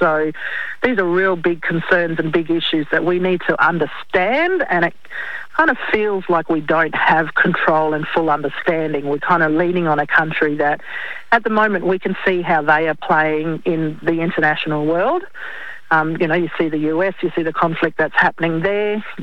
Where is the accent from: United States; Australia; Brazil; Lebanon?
Australia; Alice Springs, Northern Territory; I grew up in Alice Springs. Pine Gap was out there in the backyard of Alice